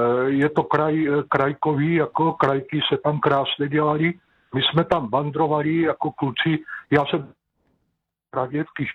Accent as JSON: {"language": "Czech", "town": "Jeseník", "region": "Olomouc Region", "country": "Czechia", "said": "Ano, já jsem tady z Jeseníku, takže už vím, co jsou to Harikové kameny."}